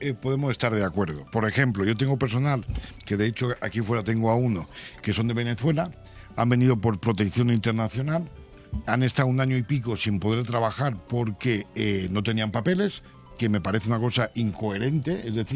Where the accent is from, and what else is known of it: Spain; now in Callosa, Spain